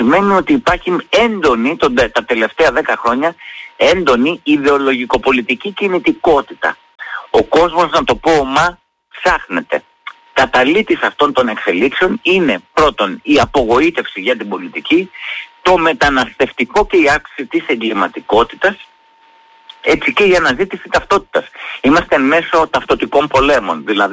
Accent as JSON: {"language": "Greek", "town": "Heraklion", "region": "Crete", "country": "Greece", "tie": "born or raised there", "said": "Ξέρεις ότι πέρασα τα παιδικά μου χρόνια στην Κρήτη, στο Ηράκλειο, και θα είναι πολύ μεγάλη μου χαρά να έρθω στην Κρήτη να παρουσιάσω το πόνημα."}